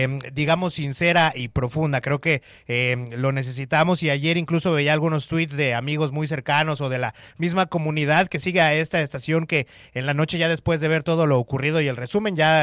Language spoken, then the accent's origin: Spanish; Guadalajara, Jalisco, Mexico; todos somos ciudadanos de Guadalajara y de este estado y sobre todo de este país.